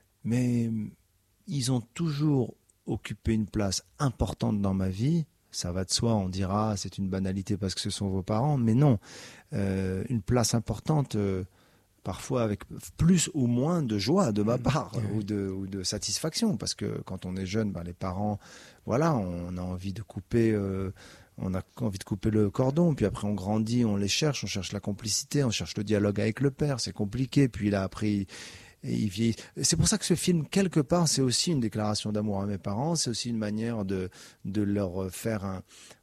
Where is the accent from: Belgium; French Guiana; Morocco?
Morocco; Casablanca, Casablanca-Settat; moved away; C'est la ville natale, oui. C'est là où j'ai grandi, c'est là où j'ai été élevé. Très vite, je pars pour le Canada.